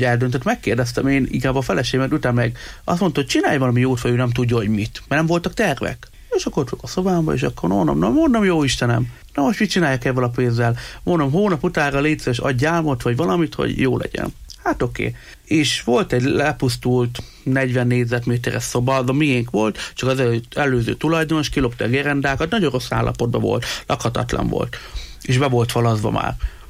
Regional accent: Miskolc, Borsod-Abaúj-Zemplén, Hungary; És én a Miskolci gyermekvárosban nőttem fel

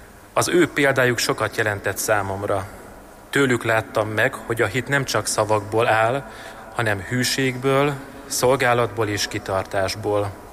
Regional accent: Sajópetri, Borsod-Abaúj-Zemplén, Hungary; és gyermekkorom óta Sajó Petriben élek. Családom több mint 200 éve kötődik ehhez a településhez, őseim is itt élő római katolikus emberek voltak.

